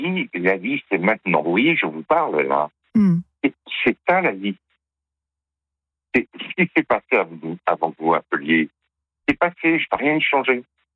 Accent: Grand Est, France; born there; j'ai quand même une culture religieuse parce que je suis né en Alsace.

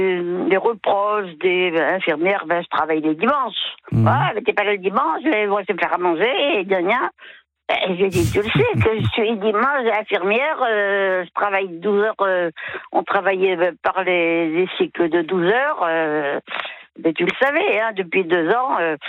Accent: Nouvelle-Aquitaine, France

